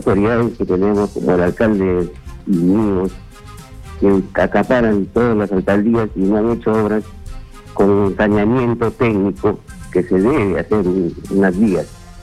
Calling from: Lima, Peru

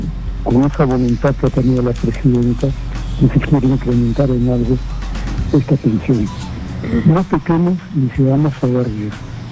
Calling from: Lima, Peru

